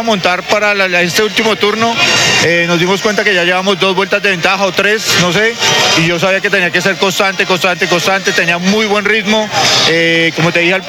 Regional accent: Bogotá, Colombia; De Bogotá, sí señor.

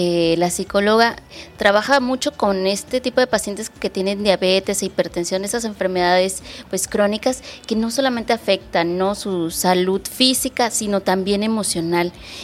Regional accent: Mexico; nosotros como mexicanos

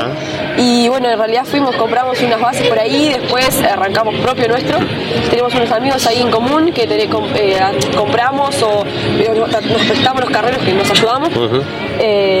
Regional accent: Gaitán, Lavalleja, Uruguay; en realidad somos de Gaitán La Valleja.

